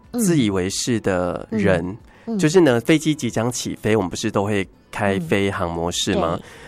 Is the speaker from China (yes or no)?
no; Taiwan